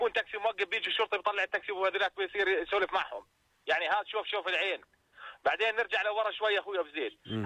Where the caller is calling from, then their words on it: Zarqa, Zarqa Governorate, Jordan; عندنا في الزرقاء